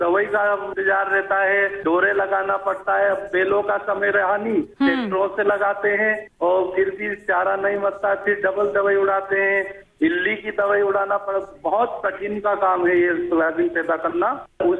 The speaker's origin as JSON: {"language": "Hindi", "region": "Madhya Pradesh", "country": "India", "tie": "born or raised there", "said": "हमारा गांव बहुत सुंदर है दीदी। ऐसे तो हमारे गांव के पोहे और समोसे कचौरी बड़े फेमस है।"}